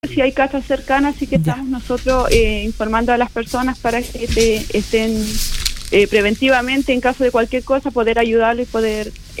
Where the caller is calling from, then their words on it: Combarbalá, Coquimbo, Chile; soy la presidenta de la Junta de Vecinos Progreso, sí, de la localidad de San Marcos.